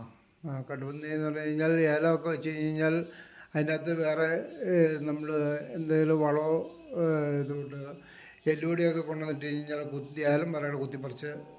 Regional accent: Rajakumari, Kerala, India; born or raised there

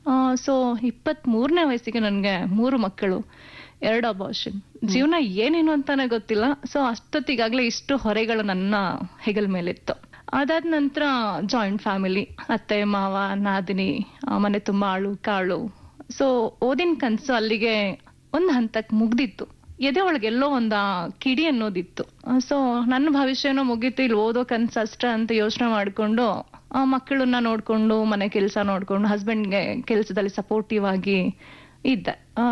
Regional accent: Bengaluru, Karnataka, India; born or raised there

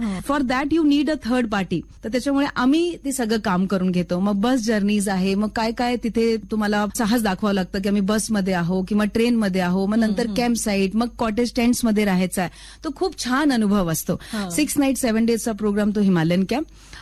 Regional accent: Himachal Pradesh, India; moved away as an adult; मी देवभूमी हिमाचलची आहे, ठीक आहे. माझे रूट्स तिकडचे आहे, ठीक आहे. माझा बॉर्न ब्रॉटअप हिमाचल, एज्युकेशन चंडीगडला.

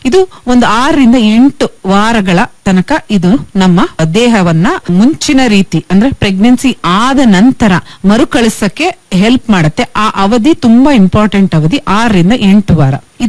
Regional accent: Karnataka, India

